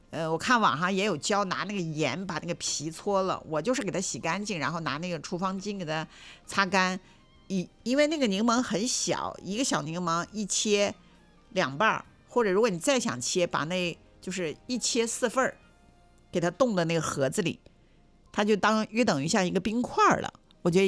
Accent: China; 我们中国人

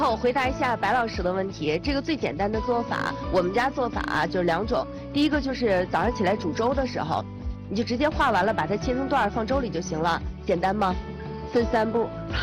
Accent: Liaoning, China; 我也是辽宁人。

